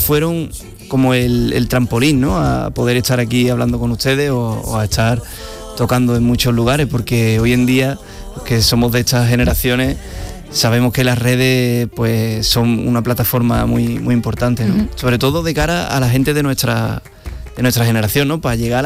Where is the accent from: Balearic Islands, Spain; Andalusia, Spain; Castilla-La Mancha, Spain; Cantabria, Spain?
Andalusia, Spain; Utrera; Hombre, yo cuando toco en Utrera, en mi tierra, pues estoy a gusto, claro.